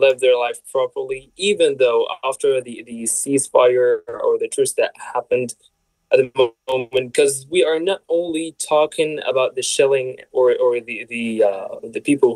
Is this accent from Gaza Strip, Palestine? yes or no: yes; Gaza Strip, Palestine; I am a Palestinian from Gaza Strip